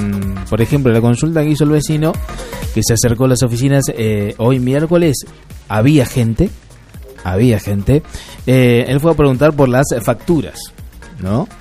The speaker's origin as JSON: {"language": "Spanish", "town": "Junín", "region": "Buenos Aires Province", "country": "Argentina", "said": "¿por qué tengo que ir a San Martín? Si yo soy de Junín"}